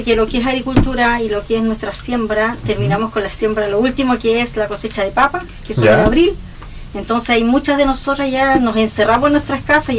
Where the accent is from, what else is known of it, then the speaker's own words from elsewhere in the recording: Valle del Encanto, Coquimbo, Chile; soy de Valle del Encanto.